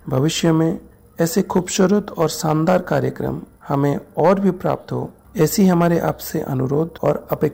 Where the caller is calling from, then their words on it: Raigarh, Chhattisgarh, India; रायगढ़ का निवासी हूं।